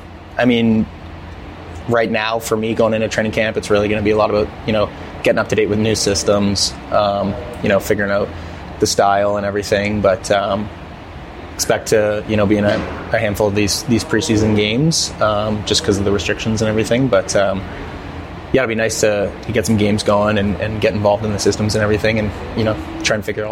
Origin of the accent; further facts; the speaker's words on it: Canada; I'm Canadian. More of a CFL guy.